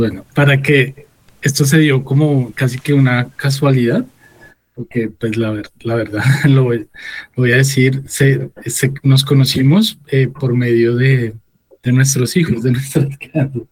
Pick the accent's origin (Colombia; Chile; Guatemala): Colombia; cómo somos los colombianos, cómo somos los colombianos con los pueblos indígenas